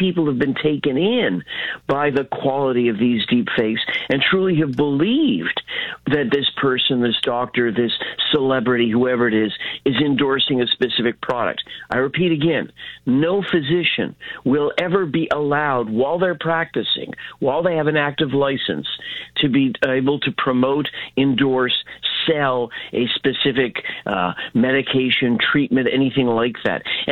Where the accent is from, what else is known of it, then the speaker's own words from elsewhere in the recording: Canada; I'm Canadian. I know I should be used to it.